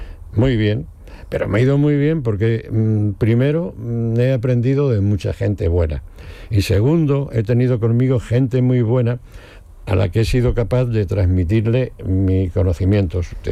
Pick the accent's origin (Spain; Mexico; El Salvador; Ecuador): Spain; Cuenca, Castilla-La Mancha; moved away; Los dos somos de Cuenca